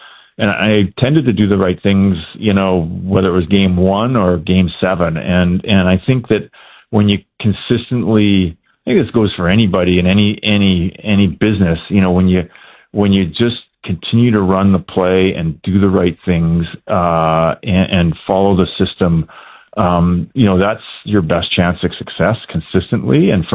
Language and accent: English; Alberta, Canada; He was, for me as a kid growing up in Alberta, I listened to Jim Robson all the time.